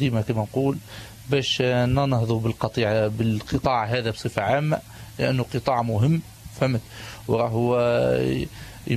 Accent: Tunisia

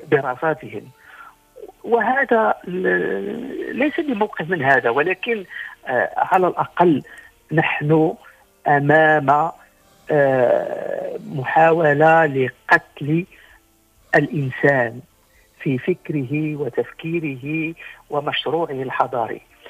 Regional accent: Morocco; عندنا في المغرب،

